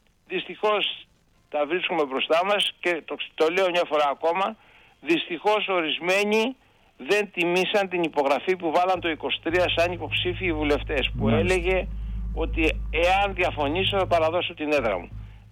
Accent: Kavala, Eastern Macedonia and Thrace, Greece; εγώ επειδή είμαι από την Καβάλα

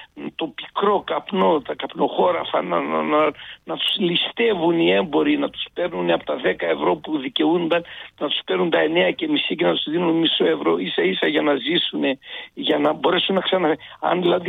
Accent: Greece; born there; Εγώ γεννήθηκα εκεί λοιπόν, στην Ετωράχια Λασσόνας, εκεί όμως γεννήθηκαν και οι γονείς μου.

